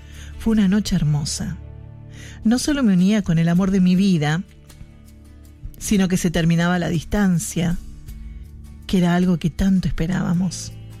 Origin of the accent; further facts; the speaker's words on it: Jujuy, Argentina; also born or lived in Buenos Aires; Lau vivía en el interior de Misiones. Yo soy de Jujuy, pero en ese momento estudiaba en Buenos Aires.